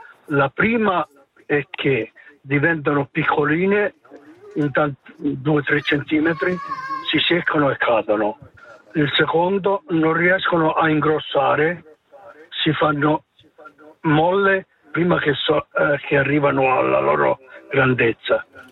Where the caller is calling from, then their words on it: Bern, Switzerland; Da Berna.